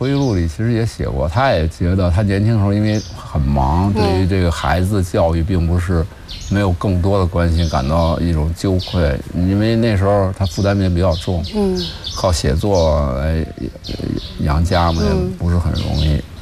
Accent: Beijing, China; 所以我是在北京长大的。

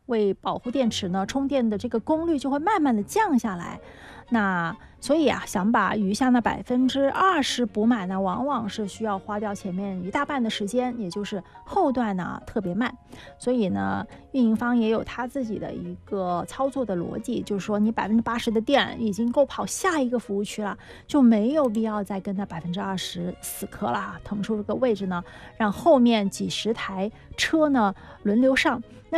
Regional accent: Guangdong, China; 我们广东人

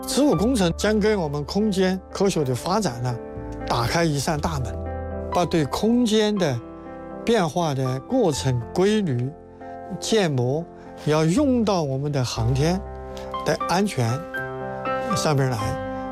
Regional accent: Mianyang, Sichuan, China; 我出生在四川省绵阳，我的家乡呢，丰谷镇呢，也产井盐。

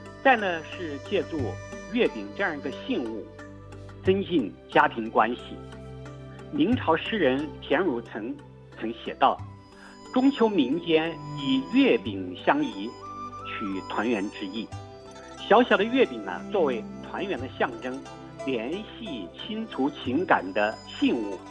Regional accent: China

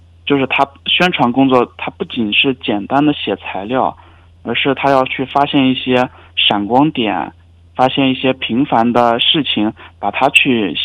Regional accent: Yingtan, Jiangxi, China; now in Alashankou, China; 好的，我的家在江西鹰潭，它是一个山水很多的一个江南水乡，像大家比较熟悉的一个景点龙虎山就是那里的。

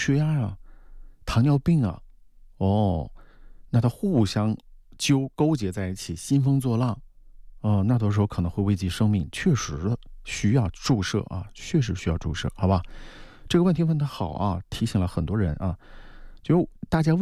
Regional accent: Wuhan, Hubei, China; 我们武汉人就说

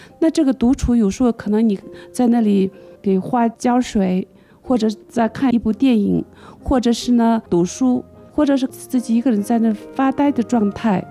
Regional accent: Rinbung, Tibet, China; now in Lhasa, China; 我是出生在日喀则，确切说就在仁布，那时候是一个小山村，特别小的一个山村，但是至今我觉得这是一个最美的山村。

